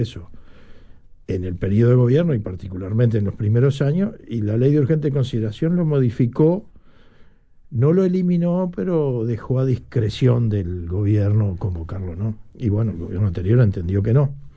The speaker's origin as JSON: {"language": "Spanish", "town": "Minas", "region": "Lavalleja", "country": "Uruguay", "said": "Soy minuano, medio pueblero, igual."}